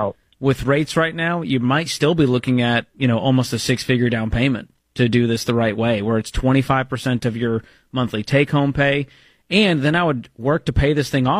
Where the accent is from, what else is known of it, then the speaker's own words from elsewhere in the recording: Boston, Massachusetts, United States; I'm from the Boston area.